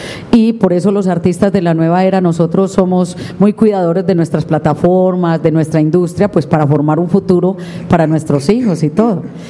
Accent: Sabanalarga, Antioquia, Colombia; now in Medellín, Colombia; que vine apenas de Sabana Larga como unas 2 veces en bus a Medellín, mientras me pasé a vivir a otro municipio

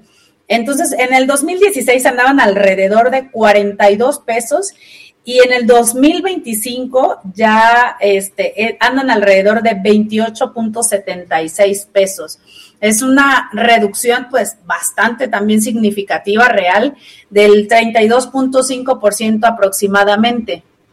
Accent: Alvarado, Veracruz, Mexico; Por ejemplo, yo que soy de Alvarado, en Alvarado antes no había cajeros ni bancos, pero había Coppel.

